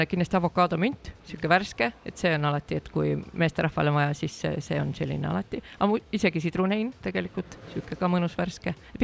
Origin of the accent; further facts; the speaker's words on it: Tartu, Tartu County, Estonia; No meil on see, et see on lihtsalt meie kodulinn, et noh, Tartu laadad ongi